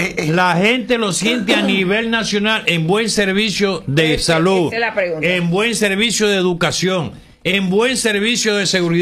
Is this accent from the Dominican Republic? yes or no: yes; Dominican Republic; Yo soy dominicano.